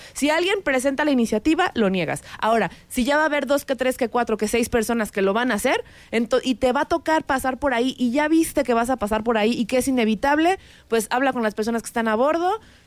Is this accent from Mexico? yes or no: yes; Mexico